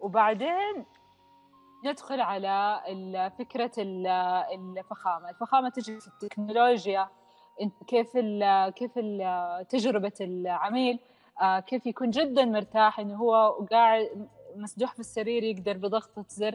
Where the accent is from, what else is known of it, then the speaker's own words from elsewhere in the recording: Jeddah, Makkah Province, Saudi Arabia; عندنا في جدة